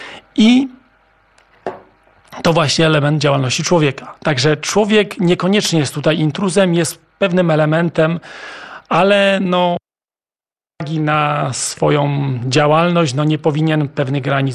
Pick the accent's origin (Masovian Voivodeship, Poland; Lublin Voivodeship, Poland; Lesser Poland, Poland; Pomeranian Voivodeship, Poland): Lesser Poland, Poland; mieszkam tutaj w sąsiedniej miejscowości, więc no, jestem z Ojcowem związany, można powiedzieć, od urodzenia.